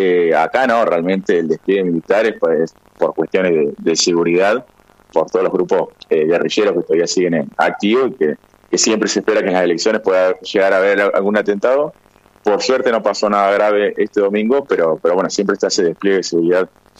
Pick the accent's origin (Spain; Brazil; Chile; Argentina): Argentina; nosotros como argentinos